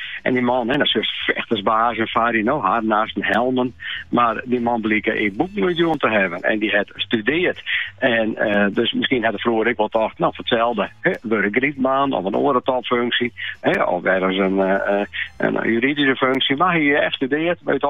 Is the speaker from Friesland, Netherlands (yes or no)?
yes; Friesland, Netherlands; Ja, ben ik echt Friesen.